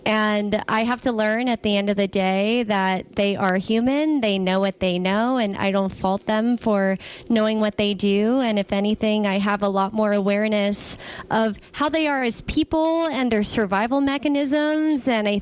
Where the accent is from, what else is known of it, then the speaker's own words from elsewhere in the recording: United States; we growing up in America